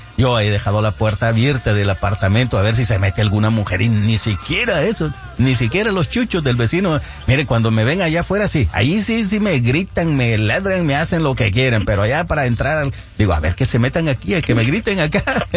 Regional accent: Santa Ana, El Salvador; yo ya hasta estoy pensando allá en mi tierra, en Santa Ana

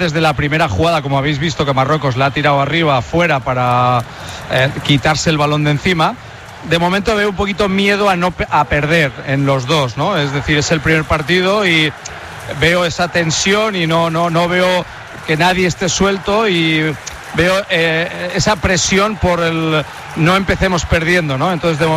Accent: Brazil; Spanish is a second language; Como brasileña, quiero decir que Brasil ahora ya no es el Brasil del 70.

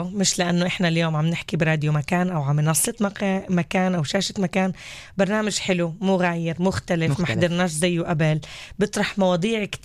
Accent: Haifa, Haifa District, Israel; born there; واهلي مش من هون، وابوي من الريني، وعدة شغلات، وخلص كبرت وكأنه انا البنت المديني.

